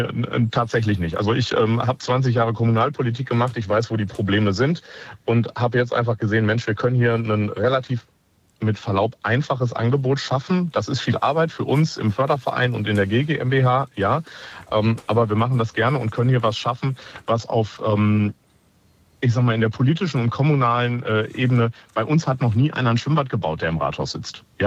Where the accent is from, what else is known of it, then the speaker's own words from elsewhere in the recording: Langenberg, North Rhine-Westphalia, Germany; ich bin in Langenberg aufgewachsen. Ich bin da geboren, groß geworden und habe selber in dem Schwimmbad schwimmen gelernt.